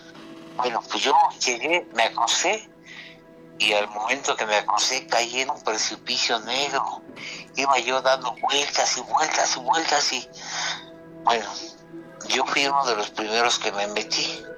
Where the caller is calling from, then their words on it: Mexico City, Mexico; De Xochimilco.